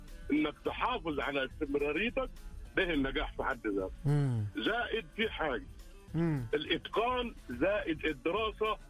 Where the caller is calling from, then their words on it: Riyadh, Riyadh Province, Saudi Arabia; بتكلم من الرياض.